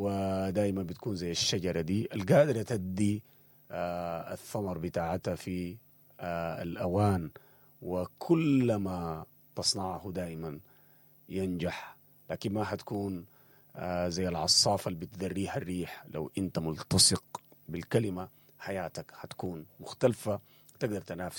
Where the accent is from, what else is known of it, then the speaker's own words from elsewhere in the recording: Sudan; نحن كسودانيين